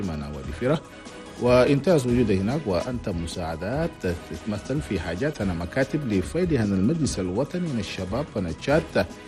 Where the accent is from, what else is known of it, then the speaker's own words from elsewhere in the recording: Chad; نفس الساعة في كل الأقاليم أنا بلدنا تشاد